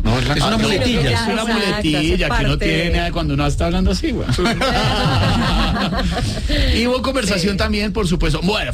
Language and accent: Spanish; Bogotá, Colombia; accent: rolo; se me salía mucho dos dejes de dos cositas que uno habla mucho como rolo.